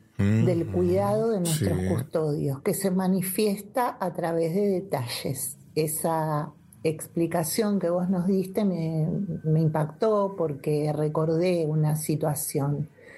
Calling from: Lomas de Zamora, Buenos Aires Province, Argentina; de Lomas.

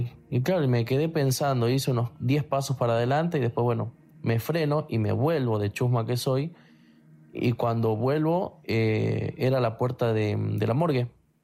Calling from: Buenos Aires, Argentina; Soy de Villa Soldati.

